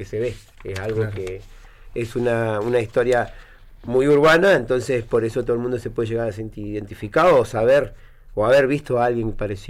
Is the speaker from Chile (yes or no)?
no; Río Gallegos, Santa Cruz, Argentina; De acá, de Río Gallegos. Nací.